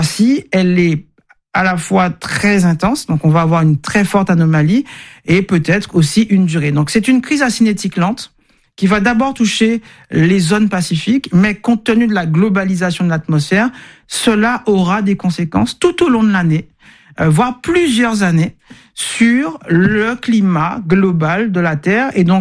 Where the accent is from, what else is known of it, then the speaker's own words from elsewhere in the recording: Guadeloupe; born there; Je suis née en Guadeloupe.